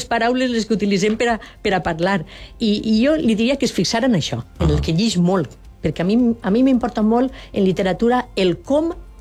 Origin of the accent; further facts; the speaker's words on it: Valencian Community, Spain; I nosaltres som valencians